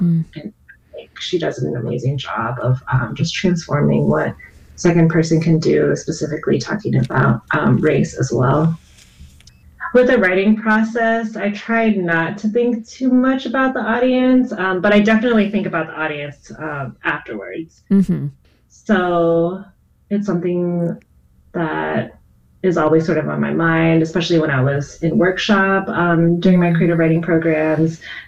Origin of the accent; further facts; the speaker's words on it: Maryland, United States; moved away as an adult; also born or lived in Bloomington, Indiana / Cincinnati; now in Chicago, United States; I would like to think that I'm a Midwesterner for sure. I grew up in Maryland, but I've been in the Midwest since college. Since after college, and that was 2009 was when I graduated.